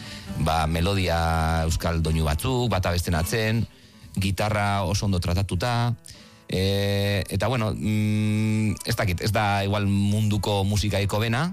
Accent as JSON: {"language": "Basque", "town": "Bilbao", "region": "Basque Country", "country": "Spain", "said": "Bilbotarra naiz peto-petoa la peñakoa"}